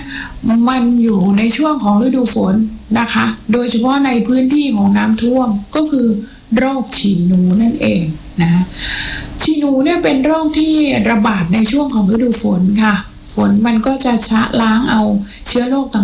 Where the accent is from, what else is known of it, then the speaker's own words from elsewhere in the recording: Chonburi, Thailand; เรามาจากชลบุรีนะเรามาจากถิ่นข้าวหลามนะ